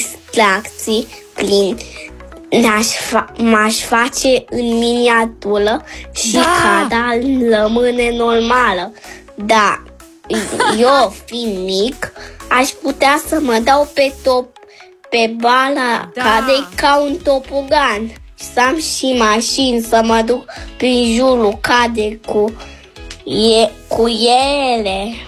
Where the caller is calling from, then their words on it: Bucharest, Romania; sunt din București, am 6 ani